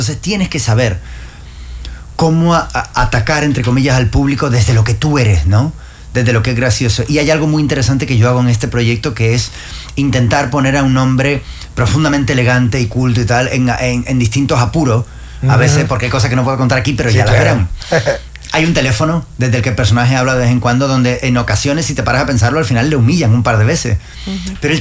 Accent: Spain; moved away; para mí como español

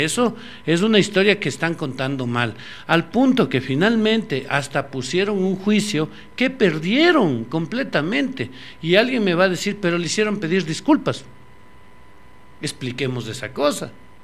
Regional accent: Riobamba, Chimborazo, Ecuador; Nosotros que somos de aquí de Riobamba, nosotros que vivimos en Riobamba

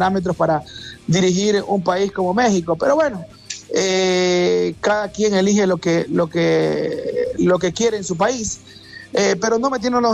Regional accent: Ecuador

